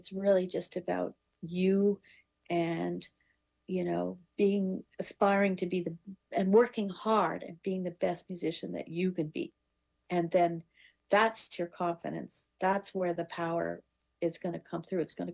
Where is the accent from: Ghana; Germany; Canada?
Canada; moved away as an adult; now in United States; growing up in Canada and having been exposed to great teachers there